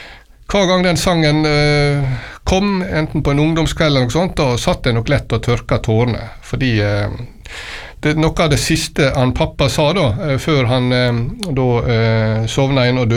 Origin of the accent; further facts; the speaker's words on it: Langevåg, Møre og Romsdal, Norway; Ja, født og oppvokst I Langevåg. Det noe lenge siden jeg bodde der.